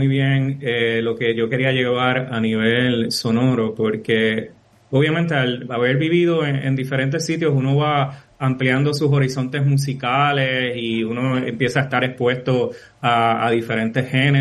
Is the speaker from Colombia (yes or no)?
no; Puerto Rico; now in Istanbul, Turkey; a pesar de que soy puertorriqueño, mi música no es la típica música caribeña o de la región, quizás como consecuencia natural de haber estado tantos años fuera de Puerto Rico